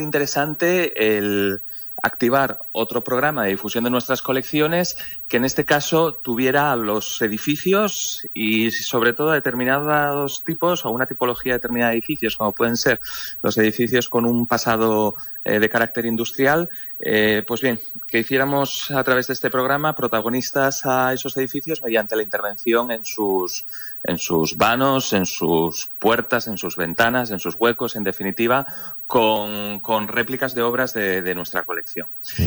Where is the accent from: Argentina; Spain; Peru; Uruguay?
Spain; Gijón, Asturias; yo al fin y al cabo soy de Gijón